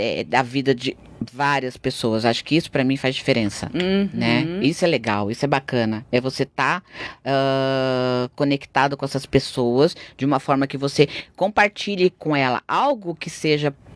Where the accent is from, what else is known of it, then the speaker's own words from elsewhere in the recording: Ilhabela, São Paulo, Brazil; born there; Eu nasci em Ilhabela. Como que eu consegui tudo isso?